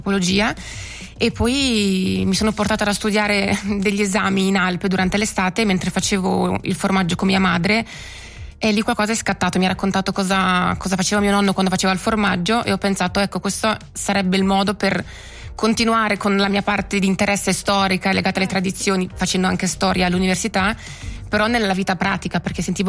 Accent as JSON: {"language": "Italian", "town": "Colombera", "region": "Ticino", "country": "Switzerland", "tie": "born or raised there", "said": "Sì, nata e cresciuta in Colombera, sì. Esatto. Quindi per me è da sempre casa."}